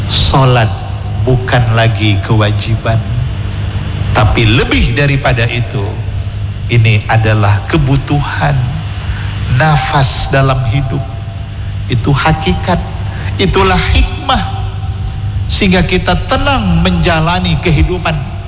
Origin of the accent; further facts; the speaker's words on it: Medan, North Sumatra, Indonesia; now in Banda Aceh, Indonesia; Saya dari Medan datang ke Banda Aceh, saya pun harus menikmati apa makanan yang ada di Banda Aceh ini.